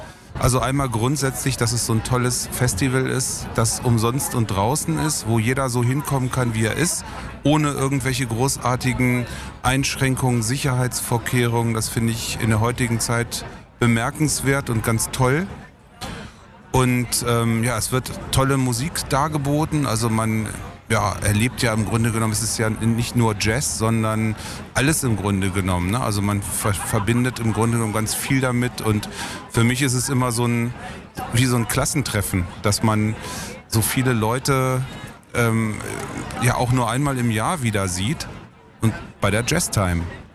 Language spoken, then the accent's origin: German; Hildesheim, Lower Saxony, Germany; gebürtiger Hildesheimer eigentlich nicht, aber auf jeden Fall in Hildesheim aufgewachsen, zur Schule gegangen